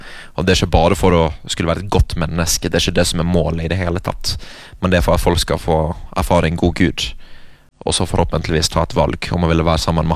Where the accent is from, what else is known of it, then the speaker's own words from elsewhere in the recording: Western Norway, Norway; moved away as an adult; also born or lived in United States / Philippines; jeg er vestlending, jeg vil ha 15 grader og litt regn